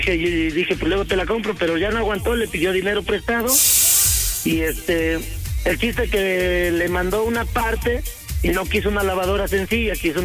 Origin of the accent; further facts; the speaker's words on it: Acatlán de Osorio, Puebla, Mexico; Yo nací aquí en México, en el estado, pero de niño, pues ya sabes, por las situaciones que pasan entre la familia, me tuve que ir a vivir a Puebla.